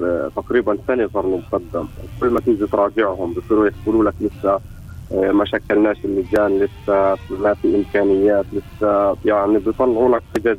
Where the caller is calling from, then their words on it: Palestine; الوضع اللي احنا عايشين فيه كفلسطيني